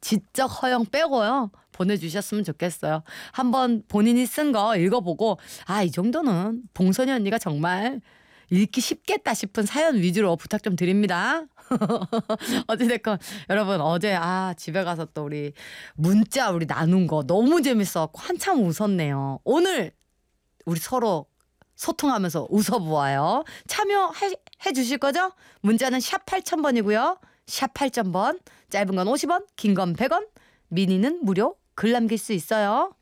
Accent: Busan, South Korea; 제가 또 부산 교포잖아요

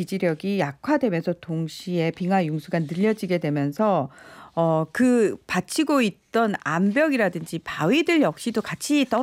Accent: South Korea; 한국 사람으로서 기분이 나빴던 게요.

